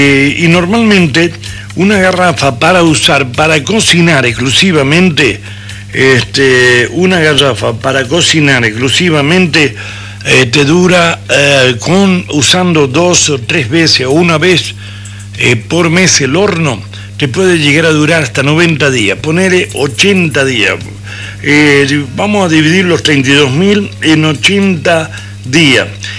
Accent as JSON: {"language": "Spanish", "country": "Argentina"}